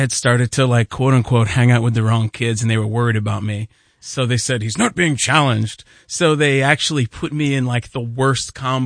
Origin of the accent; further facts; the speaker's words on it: Storrs, Connecticut, United States; where I grew up in Storrs, that's the whole town, really.